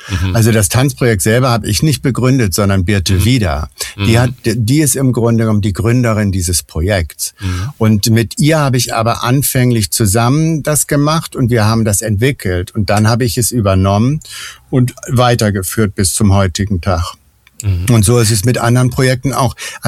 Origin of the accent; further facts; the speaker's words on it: Northern Germany, Germany; Ich bin ja selber Norddeutscher und habe eigentlich die erste Hälfte meines Lebens eben damit verbracht, möglichst weit weg von zu Hause zu kommen.